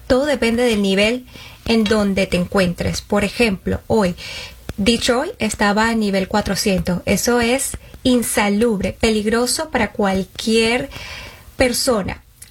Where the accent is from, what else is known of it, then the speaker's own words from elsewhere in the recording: Venezuela; Venezuela no llegó, soy venezolana, pero mis abuelos son colombianos